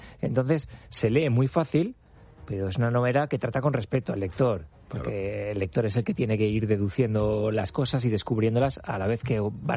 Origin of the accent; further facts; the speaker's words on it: La Rioja, Spain; also born or lived in Zaragoza; now in San Sebastián, Spain; Soy riojano, ejercía en Zaragoza, pero llevo 5 años en San Sebastián.